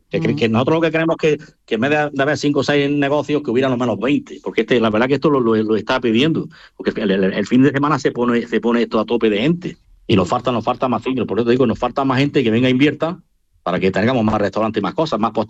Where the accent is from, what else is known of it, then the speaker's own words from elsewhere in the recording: Melegís, Andalusia, Spain; yo soy de los tres pueblos, yo precisamente soy de Melejí